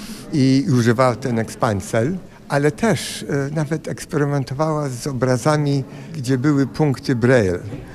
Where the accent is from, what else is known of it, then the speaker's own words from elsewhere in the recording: Warsaw, Masovian Voivodeship, Poland; born there; moved away; ja się urodziłem w Warszawie, na ulicy Wiejskiej mieszkaliśmy